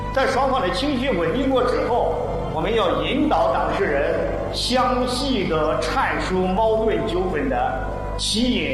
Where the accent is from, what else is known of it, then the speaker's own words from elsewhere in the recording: China; 对于我们中国人来说，